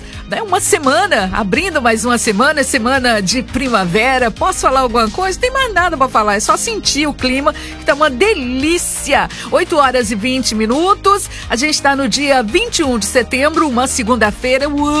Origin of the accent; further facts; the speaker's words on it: Minas Gerais, Brazil; Sou mineira mesmo, tá, gente?